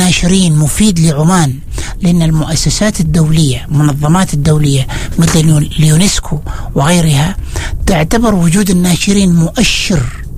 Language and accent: Arabic; Oman; إحنا عندنا في عمان